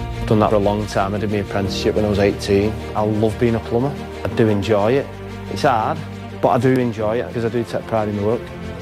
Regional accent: Makerfield, North West England, United Kingdom; born there; I was born in Makerfield. If I was elected, I'd be the first person born in the constituency to become the MP.

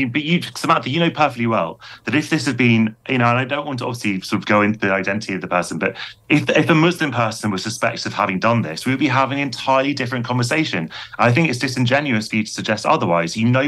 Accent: London, United Kingdom; growing up in London in the 1990s

